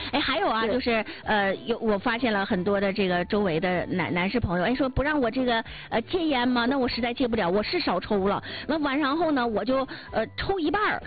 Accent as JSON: {"language": "Chinese", "region": "Northeast China", "country": "China", "said": "尤其是咱东北人啊，一定要注意好低盐的调整。"}